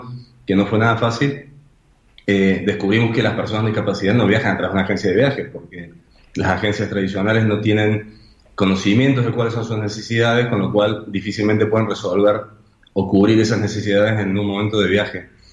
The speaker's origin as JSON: {"language": "Spanish", "country": "Argentina", "said": "quiero poder hacer que venga gente a mi país"}